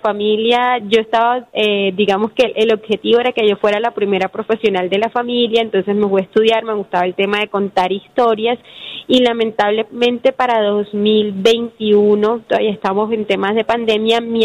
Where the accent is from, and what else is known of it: Colombia